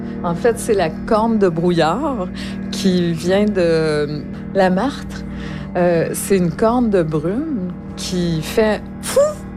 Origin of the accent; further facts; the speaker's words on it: Quebec, Canada; Parce que moi, je viens du Sud.